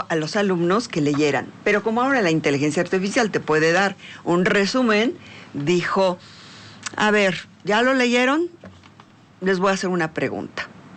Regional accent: Puebla, Mexico; Soy de Puebla, soy poblana, soy, uh-huh, poblano.

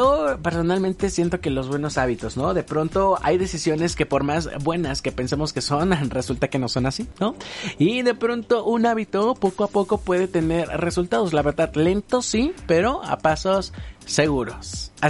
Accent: Mexico

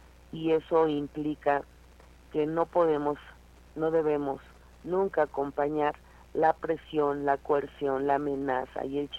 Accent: Tlaxcala, Mexico

